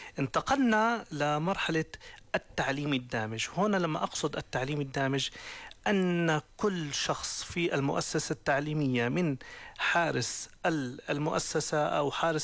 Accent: Jordan; نحن كدولة أردنية

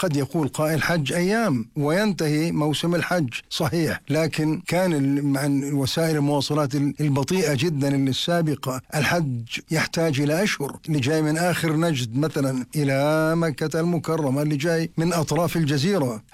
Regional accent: Amman, Amman Governorate, Jordan

